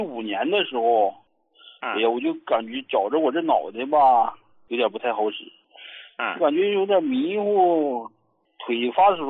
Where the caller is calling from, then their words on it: Harbin, Heilongjiang, China; 我是哈尔滨的朋友。